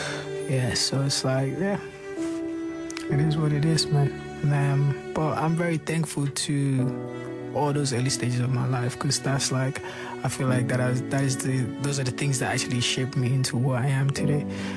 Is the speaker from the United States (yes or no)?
no; Lagos, Nigeria; I come from Mujelegba, the real ghetto from Surulere. And I'm coming from that side.